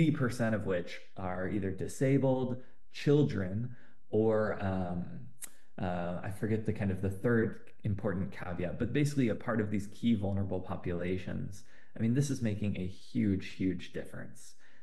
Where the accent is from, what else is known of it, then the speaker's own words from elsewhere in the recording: Portland, United States; born and raised in Portland, live here